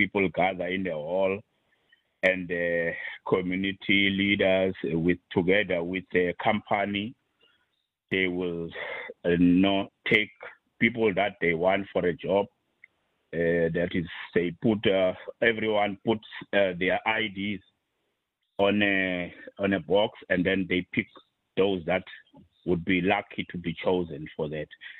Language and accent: English; Eastern Cape, South Africa; now in Cape Town, South Africa; In my hometown there in the Eastern Cape